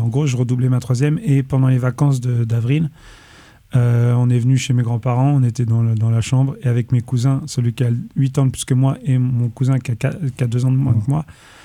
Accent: Paris, Île-de-France, France; On est tous de Paris.

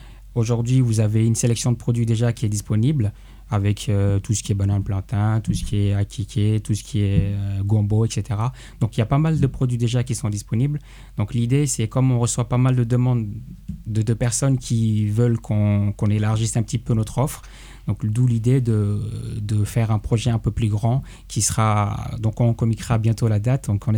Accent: Rennes, Brittany, France; Effectivement … donc je suis rennais. Donc j'ai fait mes études ici.

